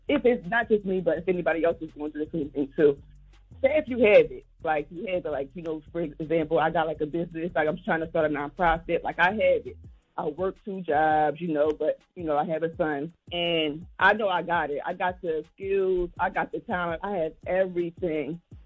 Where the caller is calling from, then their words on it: New Jersey, United States; Like Atlantic City, but a little outside of Atlantic City.